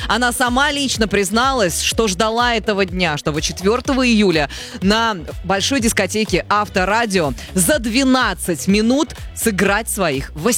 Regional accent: Penza, Penza Oblast, Russia; мой родной город Пенза, это просто звезда, земляк мой, все Пензяк

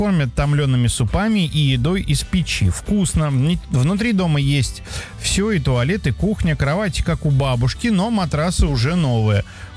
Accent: Karachay-Cherkessia, Russia; Я из КЧР, Карачаево-Черкесия, но ситуация с домами такая.

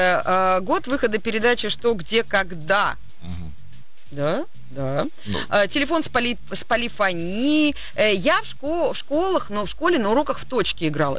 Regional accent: Saint Petersburg, Russia; Я переехала из Ленинграда в Санкт-Петербург в 10 лет. Из Ленинграда в Санкт-Петербург.

